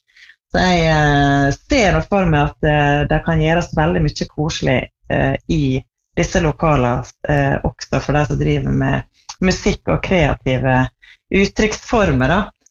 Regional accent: Tresfjorden, Møre og Romsdal, Norway; Jeg vokste opp I Tresfjorden, som da på andre siden av fjellet.

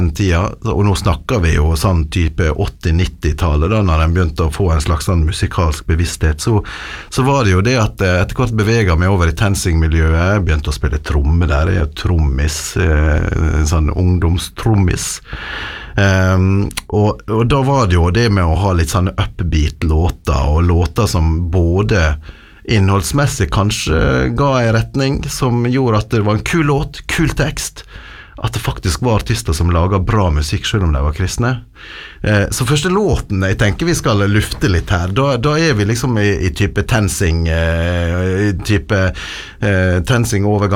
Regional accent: Volda, Møre og Romsdal, Norway; now in Ålesund, Norway; Ja, sant, født og oppvokst I Volda og så har jeg jo vært litt rundt I Norges land nå bor jeg I Ålesund

